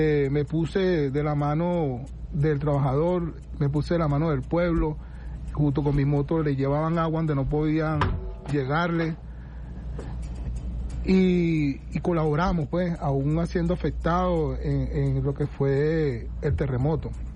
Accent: La Guaira, Venezuela; yo soy de La Guaira

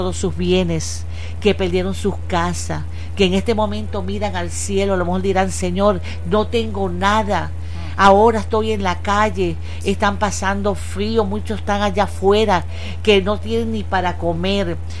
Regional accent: Venezuela; Para podernos levantarnos como venezolanos, para levantarnos porque somos hermanos.

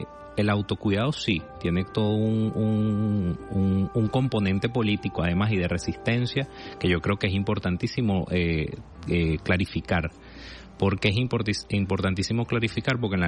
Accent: Venezuela; No solo te respondo además como joven venezolano.

